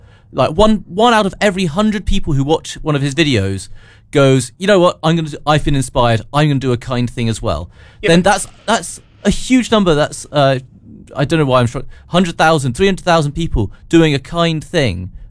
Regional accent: United Kingdom; we're British.

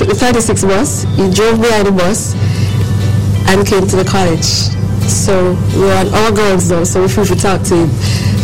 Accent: Portland, Jamaica; moved away; because I'm actually from Portland.

